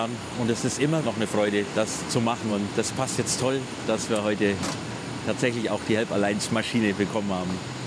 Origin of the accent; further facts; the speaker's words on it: Bavaria, Germany; now in Nuremberg, Germany; Ich bin in der Oberpfalz am Land aufgewachsen.